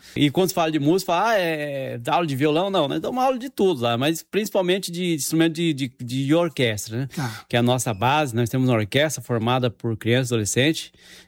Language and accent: Portuguese; Campo Grande, Brazil; Fui criado, nasci e criado em Campo Grande.